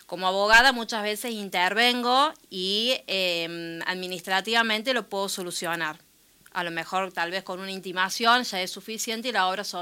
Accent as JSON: {"language": "Spanish", "town": "Villa Mercedes", "region": "San Luis", "country": "Argentina", "tie": "born or raised there", "moved": "yes", "lives_now": "Río Cuarto, Argentina", "said": "Yo soy de acá, oriunda de Villa Mercedes, pero me encuentro viviendo en la ciudad de Río Cuarto."}